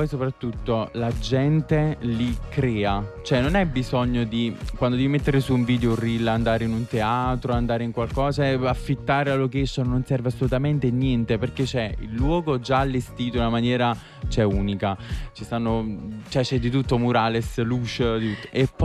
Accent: Marcianise, Campania, Italy; anche perché io in realtà sono di Marcianise, provincia di Caserta

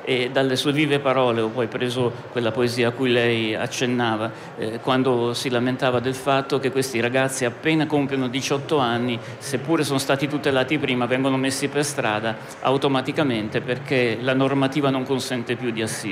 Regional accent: Turin, Piedmont, Italy; moved away as an adult; now in Siena, Italy; io adesso vivo a Siena da tanto tempo, ma sono cresciuto a Torino fino alla maturità classica.

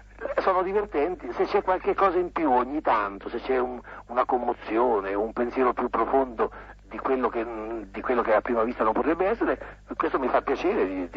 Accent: Ancona, Marche, Italy; born there

